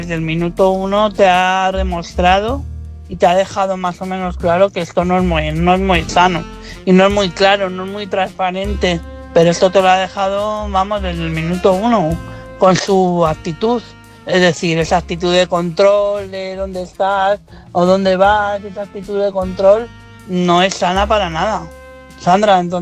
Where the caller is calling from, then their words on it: Madrid, Community of Madrid, Spain; de Madrid.